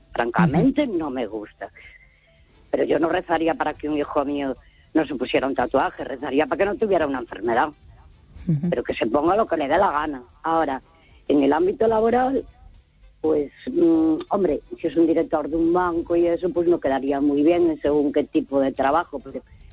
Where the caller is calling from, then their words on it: Santiago de Compostela, Galicia, Spain; de Santiago.